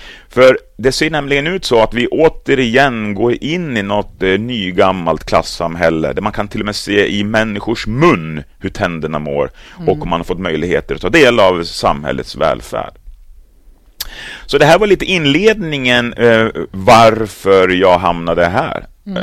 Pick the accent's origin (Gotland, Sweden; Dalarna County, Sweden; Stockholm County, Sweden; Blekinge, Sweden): Dalarna County, Sweden; Avesta; lilla bruksorten Avesta, stålstaden där jag växte upp